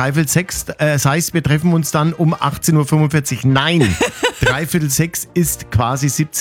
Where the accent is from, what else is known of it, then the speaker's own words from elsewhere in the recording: Bavaria, Germany; selbst ich als Franke